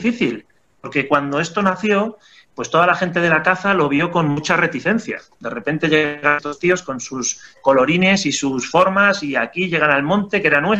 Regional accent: Aínsa, Aragon, Spain; los socios fundadores somos todos de AINSA

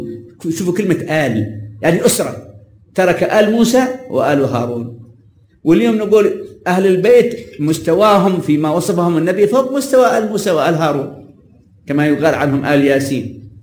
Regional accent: Yemen

